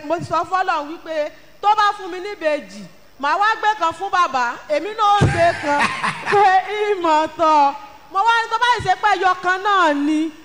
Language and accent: Yoruba; Ada, Osun, Nigeria; mo wá láti ìlú Àdà. Ókè, mo wá láti ìlú Àdà.